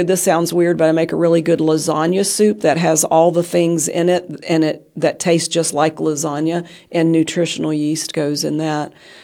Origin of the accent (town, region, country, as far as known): West Virginia, United States; born or raised there